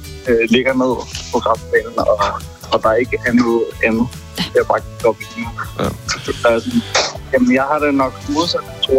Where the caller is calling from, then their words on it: Central Denmark Region, Denmark; Jeg er lige uden for Aarhus.